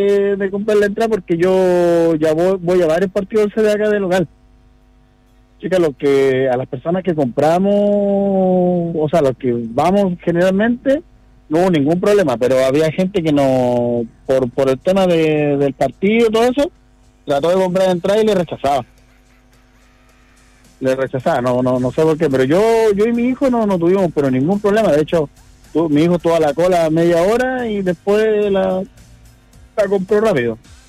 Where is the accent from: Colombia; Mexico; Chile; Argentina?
Chile; Antofagasta; yo primero soy antofagastino.